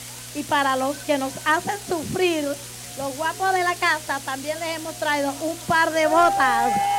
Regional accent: Los Higos, Los Santos, Panama; Al pueblo de los Higos, mi tierra que me vio crecer cuando recogía nance y los vendía a 5 reales la botella.

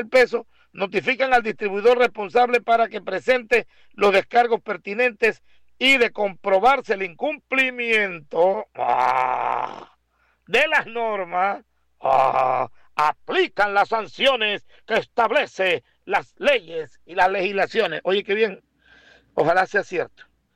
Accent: Panama; yo como panameño, como ciudadano común y corriente de a pie

